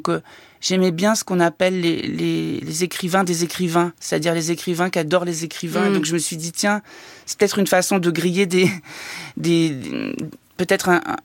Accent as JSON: {"language": "French", "region": "Nouvelle-Aquitaine", "country": "France", "moved": "as an adult", "said": "je viens du Limousin"}